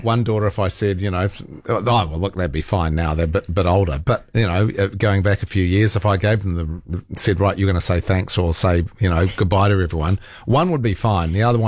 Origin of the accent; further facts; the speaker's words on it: Rotorua, Bay of Plenty, New Zealand; when I was growing up in Rotorua